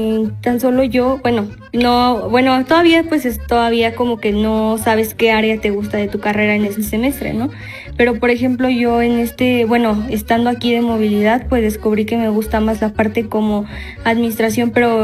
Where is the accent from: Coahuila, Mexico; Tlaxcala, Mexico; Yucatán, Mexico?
Tlaxcala, Mexico; vengo del estado de Tlaxcala